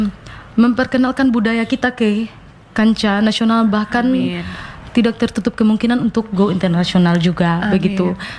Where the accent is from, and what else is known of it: East Nusa Tenggara, Indonesia